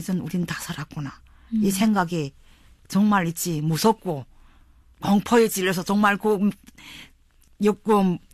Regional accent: North Hamgyong, North Korea; moved away as an adult; now in South Korea; 한국정착 8개월차 한경북도에서 온

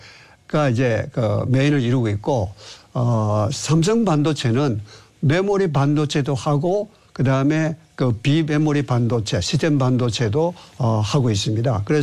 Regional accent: Daegu, South Korea; 저는 그 고향이 대구입니다. 대구. 대구에서 고등학교까지 졸업하고 대학을 서울로 진학했습니다.

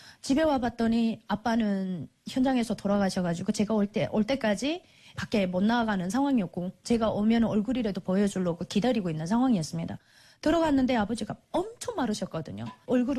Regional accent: North Korea; moved away as an adult; now in South Korea; 북한에서는 할수 없지만 다른 나라에 가서 할 수가 있겠다라고 해서 제가 탈북을 했습니다.

